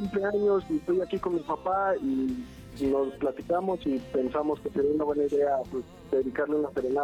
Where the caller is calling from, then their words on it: Mexico City, Mexico; De aquí, de la zona de hospitales.